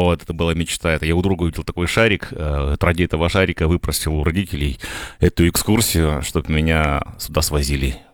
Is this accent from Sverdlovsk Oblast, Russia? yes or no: yes; Kamensk-Uralsky, Sverdlovsk Oblast, Russia; now in Yekaterinburg, Russia; я сам из Каменского-Уральского, и в тот момент там не было ни цирка своего, ни зоопарка.